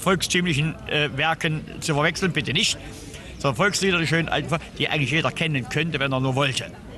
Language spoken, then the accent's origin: German; Weimar, Thuringia, Germany; Wir kommen aus Weimar, der Kulturstadt.